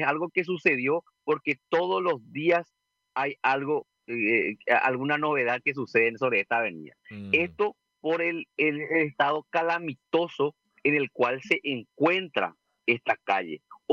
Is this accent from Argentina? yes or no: no; Paraguay; No sé si somos invisibles, no sé si nosotros no somos ciudadanos del Paraguay.